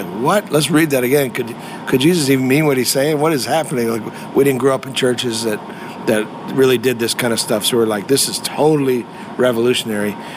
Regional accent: Canada; And I didn't even know what it was as a Canadian boy.

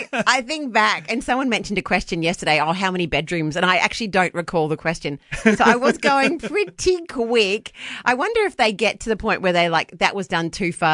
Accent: Wellington, New Zealand; because I'm from Wellington, New Zealand.

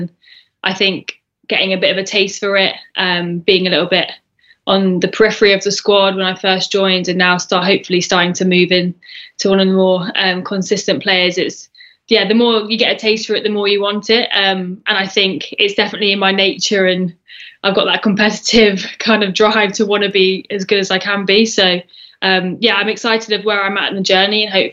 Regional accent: Bedford, East of England, United Kingdom; born or raised there

